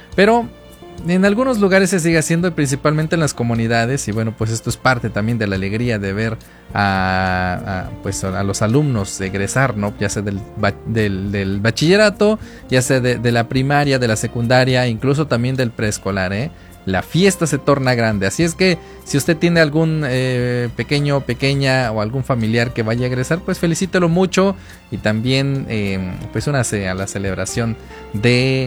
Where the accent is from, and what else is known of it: Mexico